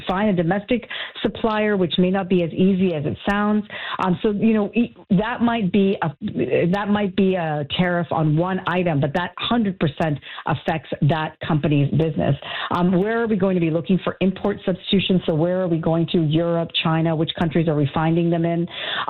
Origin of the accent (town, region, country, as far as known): Canada